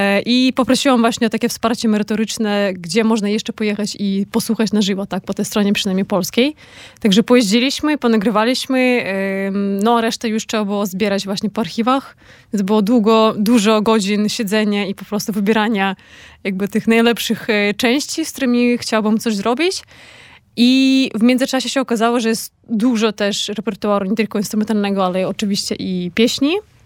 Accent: Belarus; moved away as an adult; now in Poland; ja urodziłam się na Białorusi, więc tam się wychowałam. Z kolei mieszkam w Polsce już 12 lat, więc czuję się trochę tu, trochę tam. Mm-hmm. I trochę pomiędzy

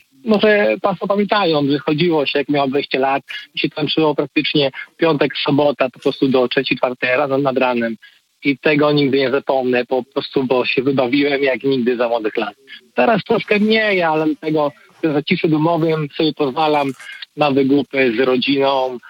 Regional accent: Rzeszów, Subcarpathian Voivodeship, Poland; now in Poznań, Poland; Nie, ja pochodzę z Rzeszowa, a mieszkam pod Poznaniem obecnie.

